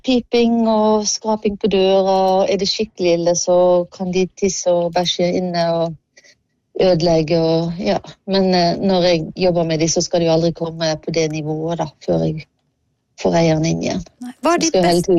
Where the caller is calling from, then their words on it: Tysnes, Vestland, Norway; Nei, jeg kommer fra Sunnhordland på Vestlandet, Tysnes.